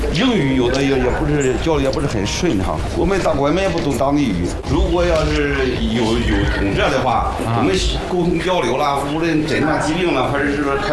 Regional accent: Shangqiu, Henan, China; moved away as an adult; now in Ethiopia; 我们都是河南的，河南那个商丘，

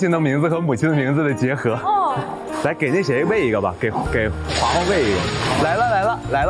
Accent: Northeast China, China; 作为一个东北人啊

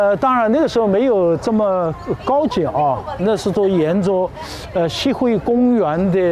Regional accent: Wuxi, Jiangsu, China; now in Beijing, China; 小时候在这里窜来窜去啊，特别高兴啊！

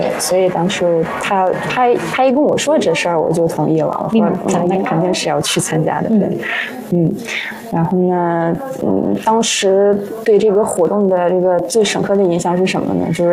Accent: Russia; Chinese is a second language; 然后我们十个人当中就我一个外国人，对，就一个俄斯人。

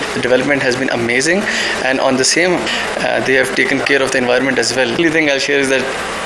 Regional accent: Vanuatu; I am from Vanuatu, an island in the Pacific.

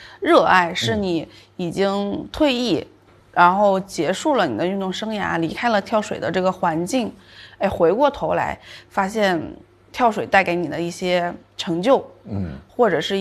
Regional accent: Tianjin, China; 因为我是天津人，然后其实天津的小朋友像我们那个年代，我们都是在河里长大的。

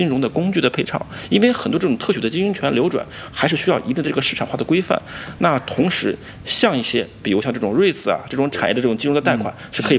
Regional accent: Wuhan, Hubei, China; moved away; 我老家武汉洪山区，那是个著名的大学城，

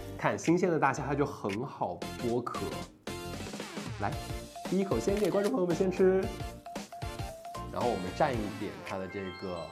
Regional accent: Sichuan, China; 我们四川人

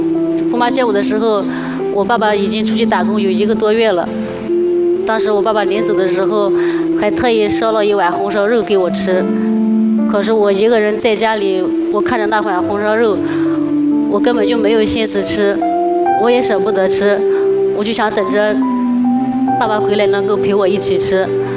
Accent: Lu'an, Anhui, China; 我来自安徽省六安市

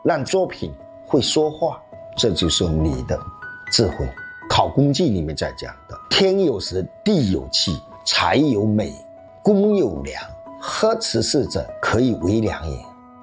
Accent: Fujian, China; 我家旁边又是闽江口，我从小就在水里面嬉戏长大

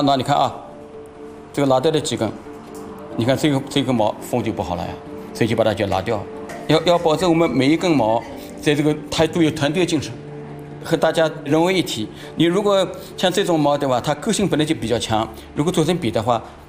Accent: Yangzhou, Jiangsu, China; moved away as an adult; now in Shanghai, China; 我是扬州人嘛

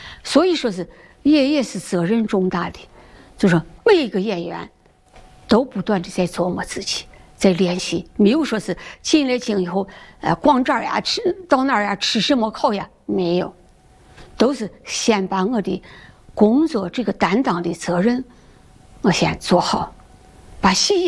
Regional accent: China; 作为我们中国人，确实是自豪的。

